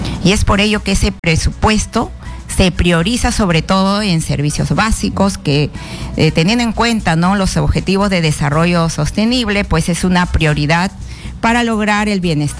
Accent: San Antonio, Lima, Peru

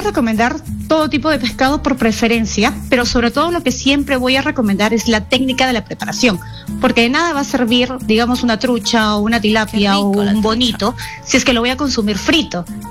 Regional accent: Peru

